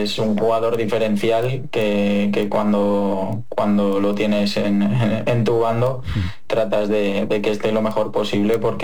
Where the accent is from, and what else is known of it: Spain